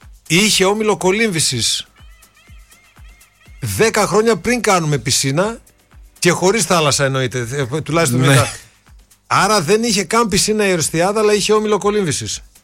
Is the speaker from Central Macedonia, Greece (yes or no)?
yes; Rodolivos, Central Macedonia, Greece; στο χωριό μου, στο δικό μου το χωριό